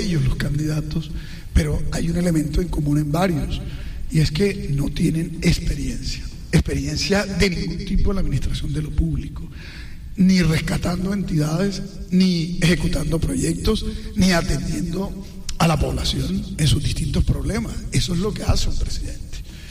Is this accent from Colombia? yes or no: yes; Santa Marta, Magdalena, Colombia; also born or lived in Aracataca; yo nací en Santa Marta, soy criado en, nací en Aracataca, criado en Santa Marta, hijo de una madre trabajadora que fue muchos años empleada doméstica, aseadora, de un hospital público, de un maestro, viví en barrios populares